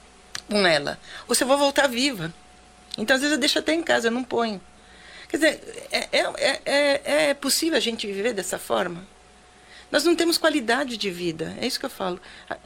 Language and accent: Portuguese; Brazil; now in São Paulo, Brazil; Eu adoro o Brasil. Eu adoro. Tanto que eu não mudei do Belenzinho. Eu adoro o bairro que eu moro.